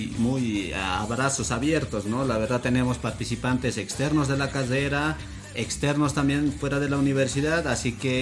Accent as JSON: {"language": "Spanish", "country": "Bolivia"}